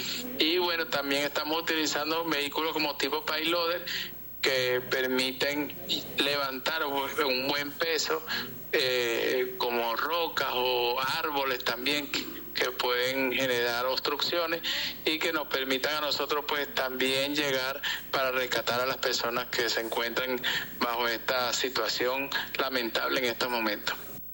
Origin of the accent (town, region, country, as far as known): Venezuela